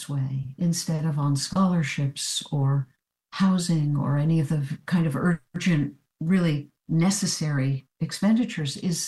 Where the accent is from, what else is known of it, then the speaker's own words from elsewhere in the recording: New Jersey, United States; And I have a couple of commissions on the horizon from groups in my home state of New Jersey